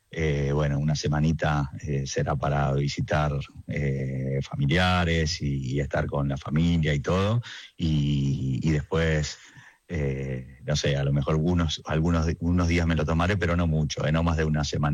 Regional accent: Argentina; nosotros la verdad que estamos acostumbrados como argentinos en todo a arreglarlo con lo que hay, ¿viste?

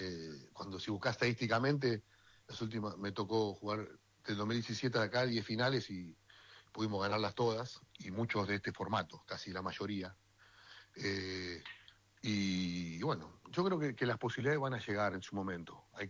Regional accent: Argentina; Yo me siento muy, muy argentino

